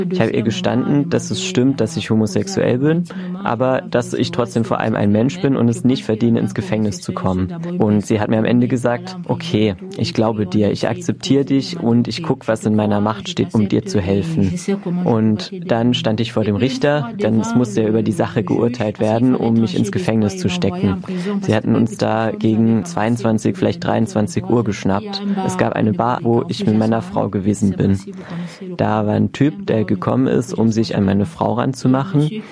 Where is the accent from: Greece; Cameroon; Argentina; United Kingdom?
Cameroon; moved away as an adult; now in Germany; ich bin ein Transmann und ich bin 32. Ich komme aus Kamerun.